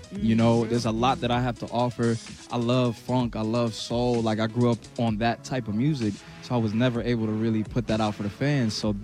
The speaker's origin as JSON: {"language": "English", "region": "New Jersey", "country": "United States", "tie": "born or raised there", "said": "from New Jersey. Yeah. Born and raised, grew up in the church, playing all instruments."}